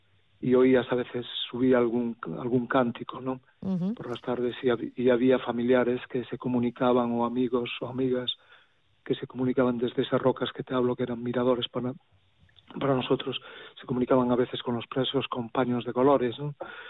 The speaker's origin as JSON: {"language": "Spanish", "town": "A Coruña", "region": "Galicia", "country": "Spain", "tie": "born or raised there", "said": "yo nací ahí, no en el faro, pero cerquísima, en una calle que se llama Amarola. La calle Amarola, que es el nombre también de un islote que está aquí en la entrada de la bahía en Coruña."}